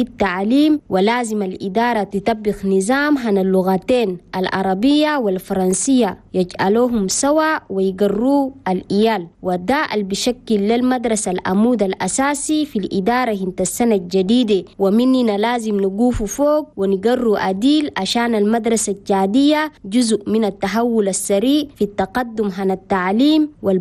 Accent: Chad; وبلا شك السخافة هم بلدنا تشاد المعروفة بيا في العالم

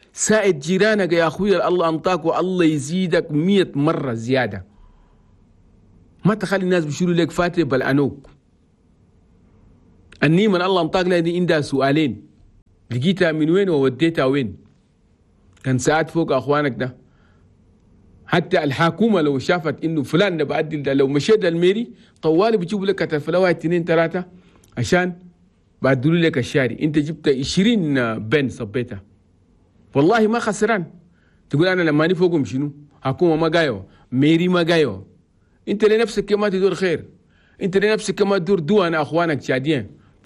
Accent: Chad; انينا كلنا يالنا تشاد والله يحفظ بلدنا تشاد

